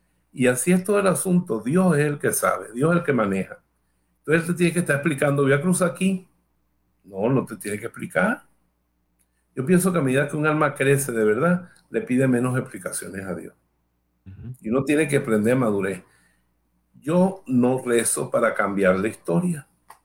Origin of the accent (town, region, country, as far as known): Bejuma, Carabobo, Venezuela